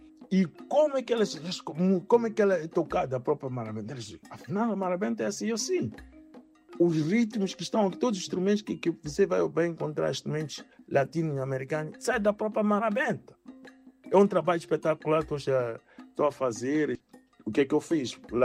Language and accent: Portuguese; Mozambique; now in Germany; Estamos aqui na Alemanha. A Alemanha é um Estado federado e nós não temos nenhum projeto nenhum como moçambicanos aqui na Alemanha.